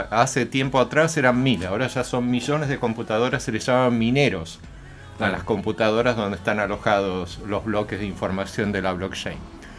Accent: Argentina; now in Osorno, Chile; Y actualmente me encuentro acá en Chile, yo soy chileno y argentino, mi madre era chilena, falleció hace poquito.

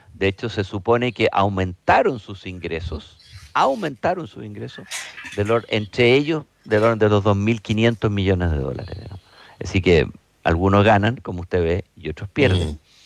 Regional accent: Chile; como chilenos, como consumidores.

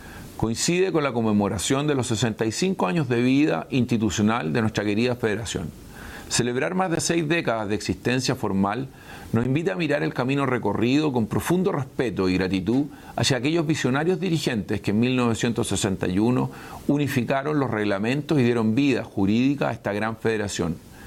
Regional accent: Chile; como chilenos y guasos

